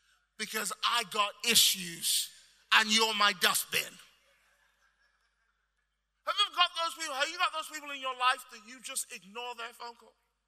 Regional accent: Nigeria; I'm Nigerian, I told you.

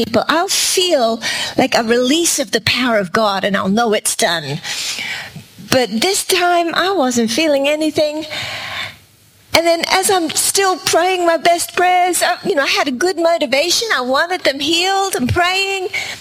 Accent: Australia

